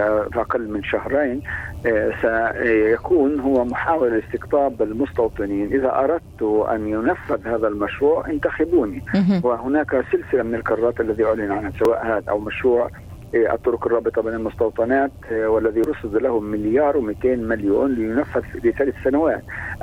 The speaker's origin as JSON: {"language": "Arabic", "country": "Palestine", "said": "نحن اليوم كفلسطينيين"}